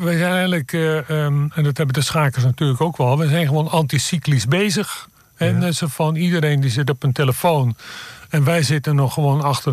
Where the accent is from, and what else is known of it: Rijnsburg, South Holland, Netherlands